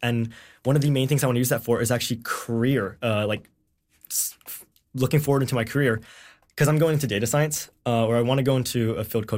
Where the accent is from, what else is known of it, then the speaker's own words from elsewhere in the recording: Vancouver, British Columbia, Canada; born there; I was born in Vancouver, but I moved here in like 2017.